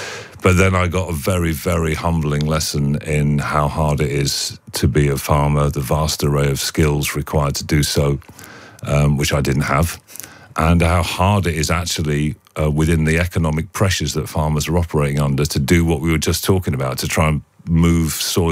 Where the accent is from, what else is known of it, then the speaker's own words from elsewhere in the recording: Barnsley, Yorkshire and the Humber, United Kingdom; I'm from Barnsley, and I grew up in Barnsley when the mines were just about still open.